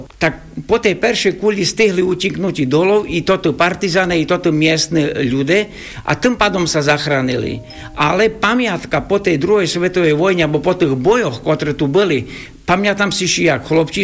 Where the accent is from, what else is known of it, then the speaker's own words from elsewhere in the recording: Piskorovce, Prešov Region, Slovakia; U nás v Piskorivcoch bol hlavný láger tu v tejto oblasti, partizánske láger dumám.